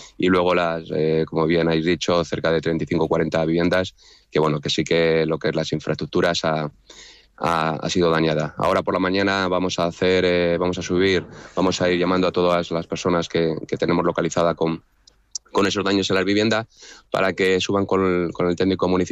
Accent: Villa del Prado, Community of Madrid, Spain; la gente que somos de aquí, de nuestro municipio, digamos que nuestro municipio, que es un pueblo verde, que somos la Huerta de Madrid

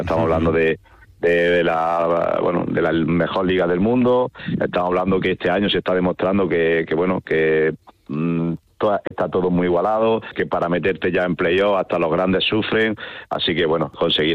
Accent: Jaén, Andalusia, Spain; y yo que soy de Jaén, pues muchísimo más.

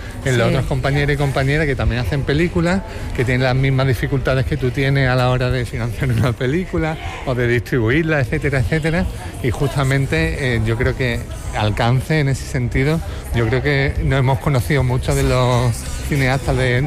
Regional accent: Andalusia, Spain; Es cine andaluz porque somos andaluces y porque tratamos historias desde Andalucía, ¿no?

